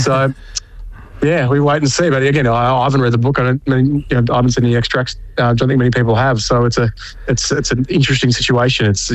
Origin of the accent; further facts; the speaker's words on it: Australia; as an Australian you know, close watcher and then having followed this team for a very long time